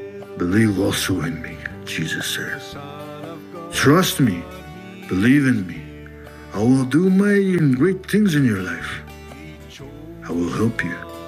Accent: North Caribou Lake, Ontario, Canada; I'm from North Caribou Lake, also known as Round Lake, Yagamal Lake.

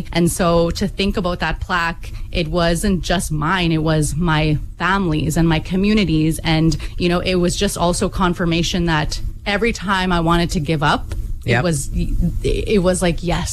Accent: Cumberland House, Saskatchewan, Canada; I come from Cumberland House Cree Nation, which is in northern Saskatchewan. It's the oldest settlement, and my connection to my people, family, ceremony, community, and ancestors is at the center of who I am.

